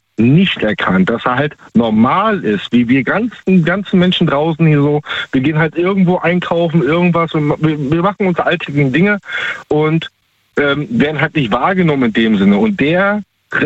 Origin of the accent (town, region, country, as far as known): Baltic coast, Germany